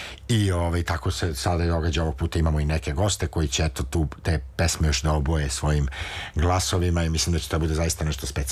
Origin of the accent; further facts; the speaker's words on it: Serbia; now in Barcelona, Spain; M5 je 4 Španaca, jedan Francuz, jedna Italijanka i ja sam iz Srbije.